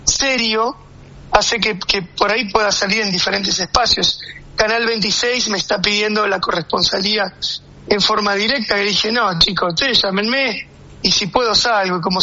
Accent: Argentina; accent: Argentine; Ella desde su acento colombiano y yo desde mi acento argentino

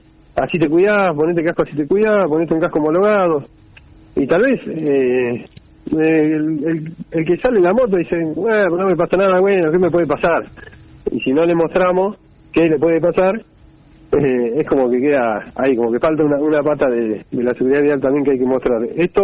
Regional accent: Argentina; como argentinos y como latinoamericanos

